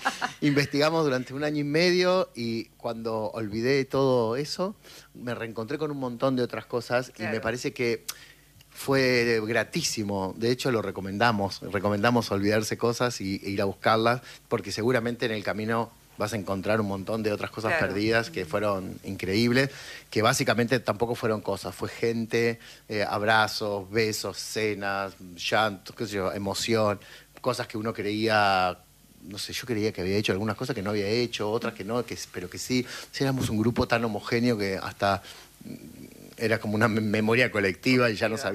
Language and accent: Spanish; Gálvez, Santa Fe, Argentina; also born or lived in Junín; básicamente soy de Galvez